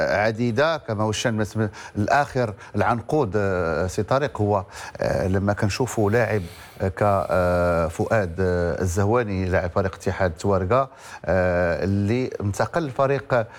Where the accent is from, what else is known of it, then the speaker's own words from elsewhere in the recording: Morocco; احنا من المغرب